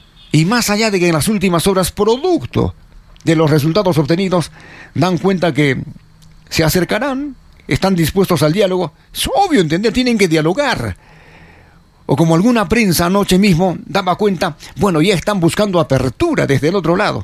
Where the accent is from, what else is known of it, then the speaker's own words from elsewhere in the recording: Peru; nosotros como buenos peruanos